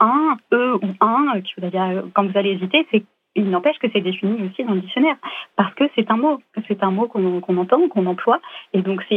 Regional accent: France; Donc moi, en tant que Française, en tout cas, j'ai besoin de comprendre ce que signifie fac.

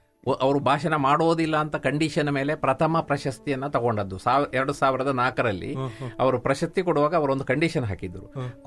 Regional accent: Padre, Kerala, India; ನನ್ನ ಗ್ರಾಮ ಪಡ್ರೆ

